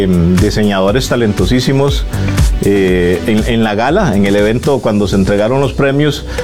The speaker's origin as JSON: {"language": "Spanish", "town": "Siquirres", "region": "Limón", "country": "Costa Rica", "said": "Y creo que es la primera vez que un costarricense gana esto, que un limonense. Yo soy de Siquirres, así que estoy orgulloso del premio que nos dieron."}